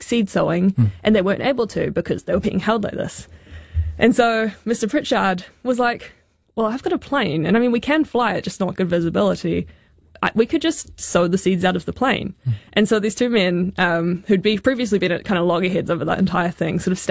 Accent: New Zealand; perhaps just my experience as a New Zealander, I think because we're just this tiny little country at the bottom of the world

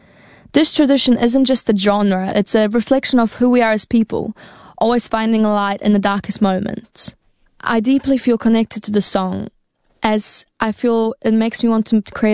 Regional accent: Poland; now in New Zealand; Growing up in Poland, I often felt inspired by the powerful messages within Polish songs that spoke with resilience and transformation.

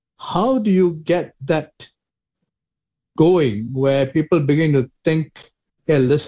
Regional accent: Malaysia; Then I look back at my upbringing, growing up in Malaysia, I had friends who were Chinese, I had friends who were Buddhists, I had friends who were Tamils, I had friends who were Hindus

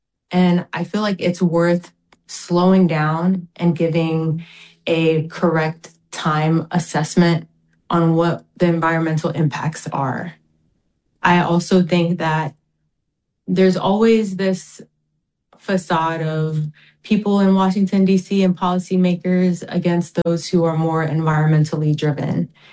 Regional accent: Manu'a, American Samoa; moved away; When Manu'a people raise our flags and you see the green banner with the moa on it, like, it comes from a deep sense of pride that we're still here.

